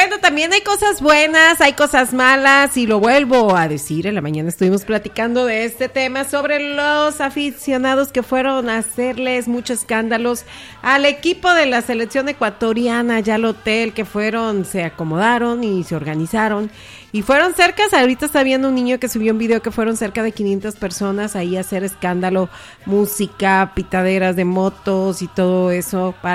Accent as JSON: {"language": "Spanish", "country": "Mexico", "said": "yo también estoy molesta y soy mexicana"}